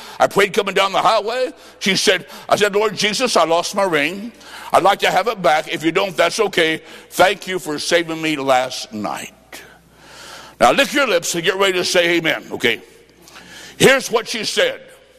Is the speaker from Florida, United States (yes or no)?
no; Illinois, United States; Mine, I'm from Illinois. Back there is 20 below.